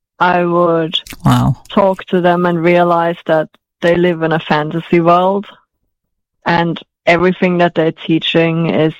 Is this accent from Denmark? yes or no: yes; Denmark; moved away as an adult; also born or lived in Sweden / England; now in United States; I was born in Sweden and... Yes, but I grew up in Denmark.